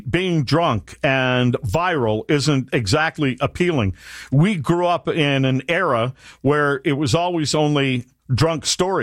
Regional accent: Ireland; that and being Irish, I'd like to fight with you on that, but I won't.

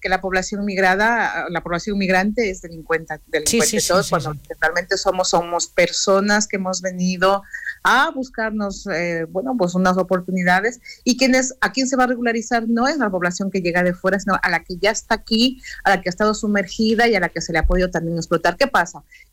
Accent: Galicia, Spain; born there; Hace 32 años que vivo en Galicia, pero es que nací en Galicia, pero me tuve que marchar, por lo tanto soy retornada.

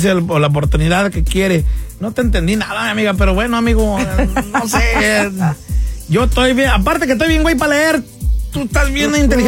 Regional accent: San Luis Potosí, Mexico; Yo no soy de allá, yo soy de San Luis

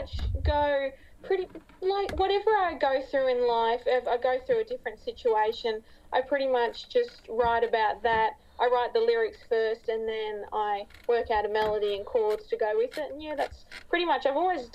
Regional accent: Wollongong, New South Wales, Australia; I'm from Wollongong

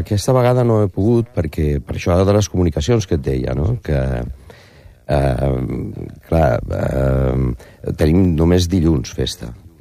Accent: Valencian Community, Spain; Per sort, anirem a la meva terra, anirem al Coll, que és el meu poble.

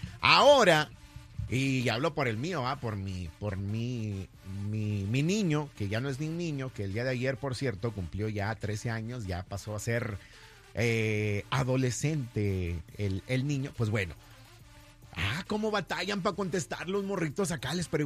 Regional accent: Mexico

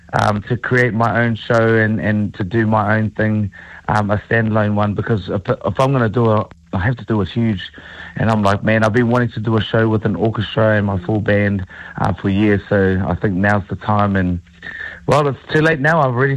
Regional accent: New Zealand; I'm sure every New Zealander's grown up with, especially in my generation, which I'm only 22.

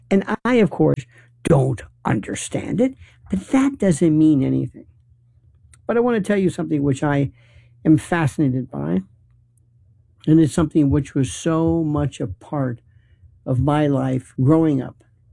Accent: Tampa, Florida, United States; I grew up initially, which makes kind of no sense, but I grew up in Florida or Tampa. Not Tampa Bay, Tampa.

